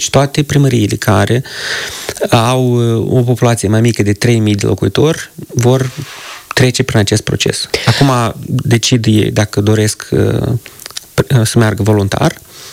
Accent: Moldova; born there; Deci eu sunt născut și trăiesc în satul în care m-am născut.

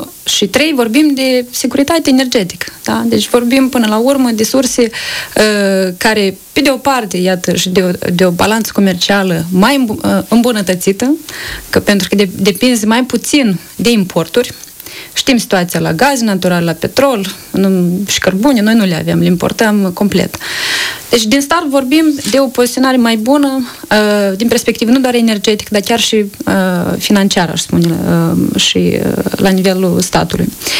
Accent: Moldova

